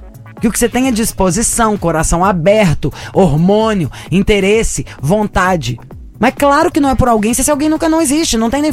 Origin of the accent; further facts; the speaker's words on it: Brazil; nós somos brasileiros, gente.